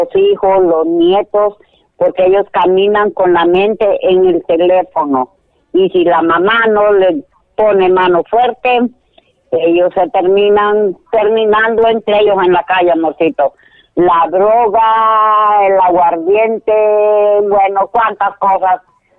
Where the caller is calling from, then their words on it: La Unión, Lempira, Honduras; De la Unión Lempira.